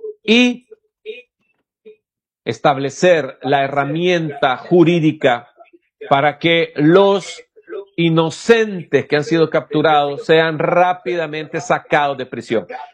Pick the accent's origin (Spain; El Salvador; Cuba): El Salvador; la seguridad jurídica, que es lo que hemos estado hablando, que debemos de tener como salvadoreños acá.